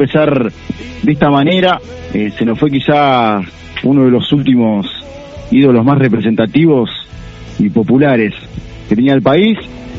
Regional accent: Argentina

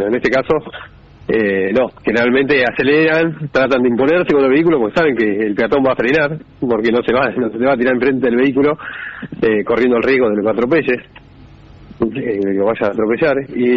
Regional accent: Argentina; now in Punta Alta, Argentina; Eso habla de la empatía que tenemos como argentinos, ¿no es cierto? Sabe pasar acá en Punta Alta

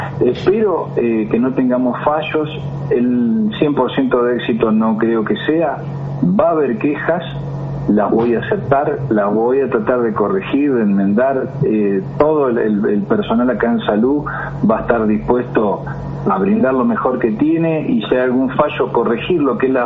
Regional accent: Punta Alta, Buenos Aires Province, Argentina; Somos todos de Punta Alta

